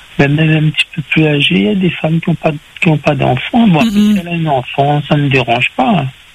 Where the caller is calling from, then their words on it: Saint-Denis, Réunion; je suis de Saint-Denis.